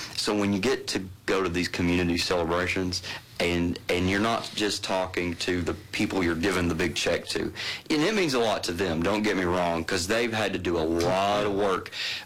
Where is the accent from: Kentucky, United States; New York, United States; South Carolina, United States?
Kentucky, United States; Rockcastle County; now in Garrard County, United States; I'm married into Garrett County, but I'm from Rockcastle.